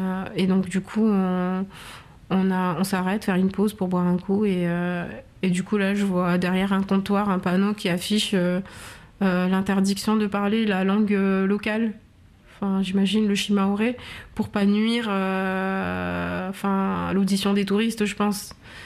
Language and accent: French; Dzaoudzi, Mayotte; moved away; à la mairie de Dzaoudzi, là où j'ai grandi.